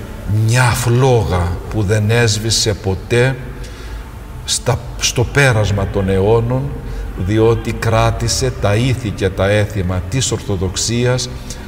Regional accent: Crete, Greece; now in Alexandria, Egypt; από το νησί μου, από την Κρήτη

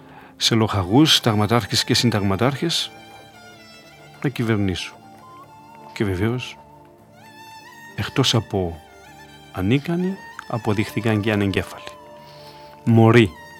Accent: Cyprus; born there

